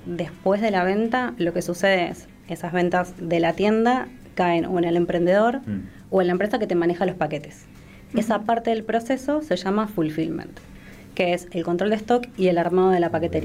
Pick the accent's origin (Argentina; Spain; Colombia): Argentina